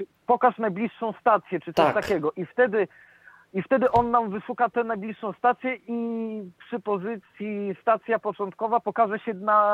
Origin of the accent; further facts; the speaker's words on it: Bydgoszcz, Kuyavian-Pomeranian Voivodeship, Poland; ja jestem z Bydgoszczy, no bo jestem